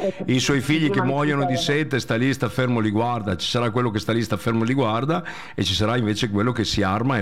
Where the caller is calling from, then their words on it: Veneto, Italy; qui nel Veneto noi abbiamo fatto il disastro.